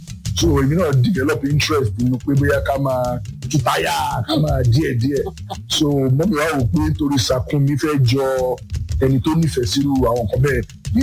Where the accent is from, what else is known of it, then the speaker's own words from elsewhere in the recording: Ibadan, Oyo, Nigeria; born there; Ọmọ Ìbàdàn bí mi ni Ìbàdàn bí la bí mi sí.